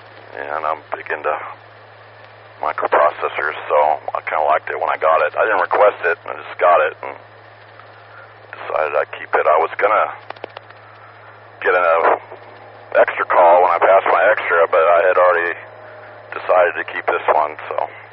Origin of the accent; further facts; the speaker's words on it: Independence, Missouri, United States; now in Texas, United States; Yeah, I was born and raised in the Kansas City suburb of Independence. And I've been a naturalized Texan for coming up on 30 years now.